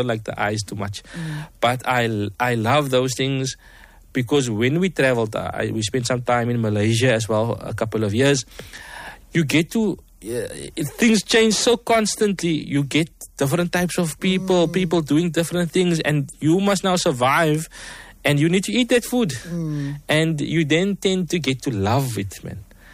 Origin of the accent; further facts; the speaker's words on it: Western Cape, South Africa; Again, I grew up in Lavendale. I was around the man drugs